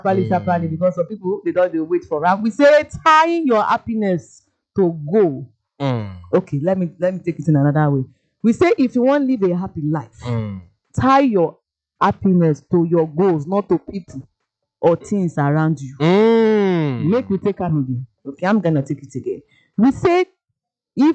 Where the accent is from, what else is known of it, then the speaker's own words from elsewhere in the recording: Ayobo, Lagos, Nigeria; nah, nepo, I grew up in Ayobo. I grew up in Ayobo.